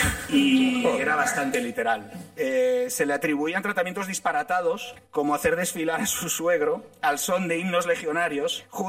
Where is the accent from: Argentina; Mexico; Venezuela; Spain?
Spain; Galicia; Soy gallego.